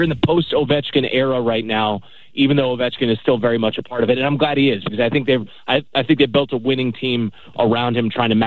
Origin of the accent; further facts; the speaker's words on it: Mid-Atlantic, United States; I grew up in the Mid-Atlantic, so the Orioles were the only game in town.